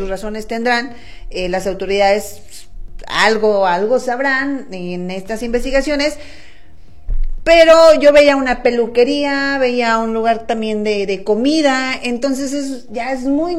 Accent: Santiago Papasquiaro, Durango, Mexico; moved away; saludos hasta mi tierra, la tierra del Pinole, mi tierra tan querida.

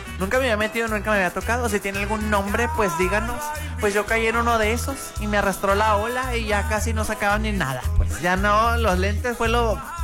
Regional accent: Mexico; los mexicanos sabemos celebrar, los mexicanos sabemos gozar y disfrutar

